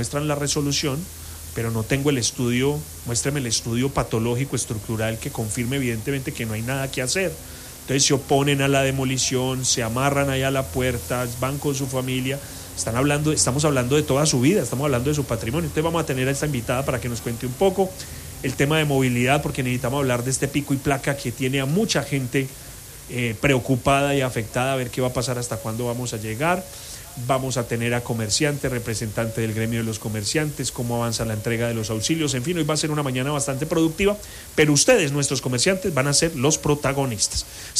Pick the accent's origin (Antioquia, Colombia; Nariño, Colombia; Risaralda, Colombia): Risaralda, Colombia; Pereira; somos pereiranos